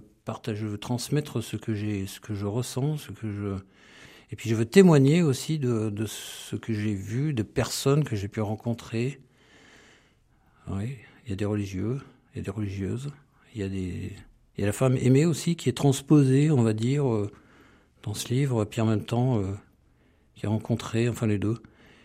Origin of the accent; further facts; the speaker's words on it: Grenoble, Auvergne-Rhône-Alpes, France; moi je suis de Grenoble